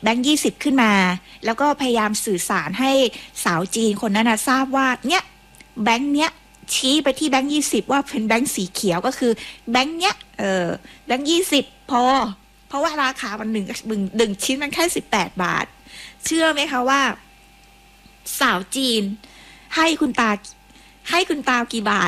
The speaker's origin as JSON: {"language": "Thai", "region": "Southern Thailand", "country": "Thailand", "said": "สำหรับพวกเราคนไทยแล้วก็พวกเราชาวใต้ด้วย"}